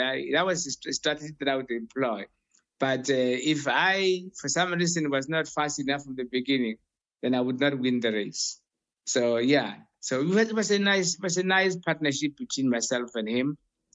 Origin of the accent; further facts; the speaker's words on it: South Africa; moved away as an adult; knowing that this is the guy that we come from South Africa together